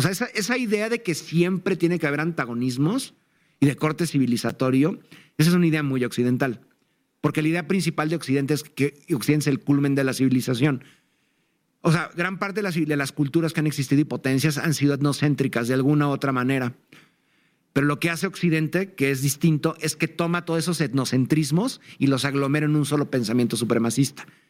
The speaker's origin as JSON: {"language": "Spanish", "country": "Mexico", "said": "Yo como mexicano, pues puedo entender que yo no creo que México es excepcional en muchas cosas"}